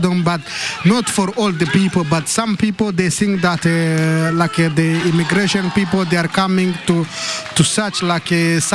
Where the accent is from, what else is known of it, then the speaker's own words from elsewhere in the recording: Burundi; English is a second language; moved away as an adult; now in Slovenia; I'm come from Burundi.